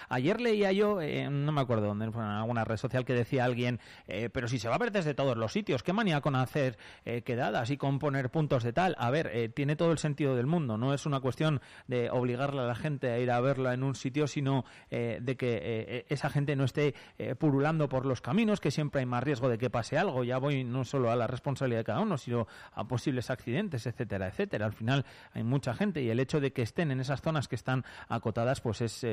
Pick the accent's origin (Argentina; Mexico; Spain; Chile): Spain; Soria, Castile and León; los que somos de aquí, los que somos de Soria, estamos bastante concienciados